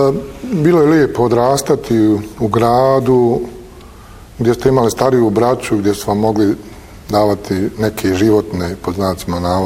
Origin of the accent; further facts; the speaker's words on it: Tuzla, Federation of Bosnia and Herzegovina, Bosnia & Herzegovina; Ja sam rođen u Tuzli, tad se to zvala Oktobarska ulica, tamo sam proveo djetinjstvo.